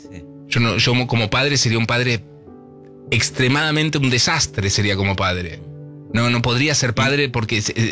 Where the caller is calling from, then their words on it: Río Cuarto, Córdoba, Argentina; Hola Pela … de Río Cuarto, Córdoba.